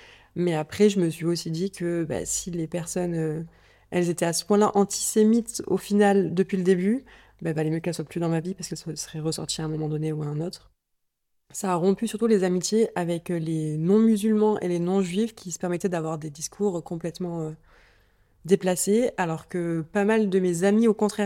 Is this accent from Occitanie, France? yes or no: no; Marseille, Provence-Alpes-Côte d'Azur, France; j'ai 28 ans, j'ai grandi à Marseille. Je viens d'une famille où le côté maternel est tunisien et juif, et le côté paternel est arménien. Du coup, j'ai grandi surtout dans la communauté arménienne à Marseille, et pas tellement la communauté juive.